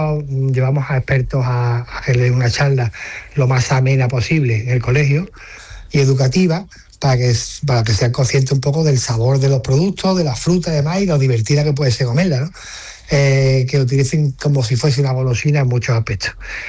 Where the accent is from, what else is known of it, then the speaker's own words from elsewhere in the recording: Marbella, Andalusia, Spain; yo soy de Alhambra Grande, con mucho cariño y mucho respeto, pero yo me he criado en Marbella